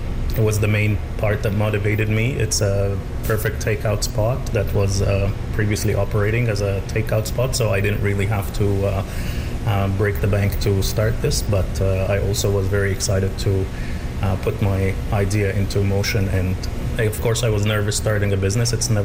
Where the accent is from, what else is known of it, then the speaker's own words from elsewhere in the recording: Cairo, Cairo Governorate, Egypt; moved away; I'm from Egypt and from Cairo